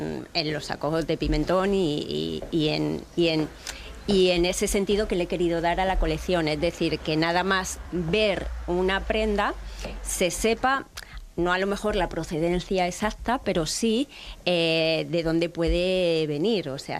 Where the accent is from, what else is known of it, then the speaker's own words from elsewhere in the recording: Extremadura, Spain; homenaje a mi tierra, al pimentón de La Vera